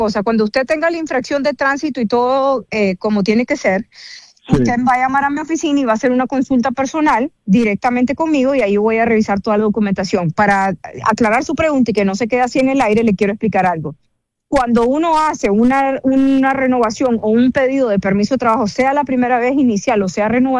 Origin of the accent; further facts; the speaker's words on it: Nicaragua; moved away as an adult; Bueno, pues yo vivo aquí desde hace 20 años, pero voy todo el tiempo a Nicaragua y mis papás, mis hermanos, todos viven allá y yo me crié allá. Incluso yo soy abogada, tengo 43 años y a los 23 me vine de Nicaragua y me quedé aquí